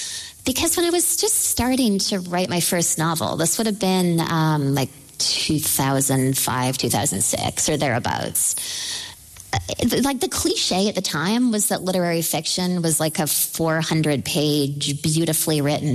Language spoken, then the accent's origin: English; Denman Island, British Columbia, Canada; And I'm from Denman Island, British Columbia. It's about 1,000 people. It's definitely more deer than people.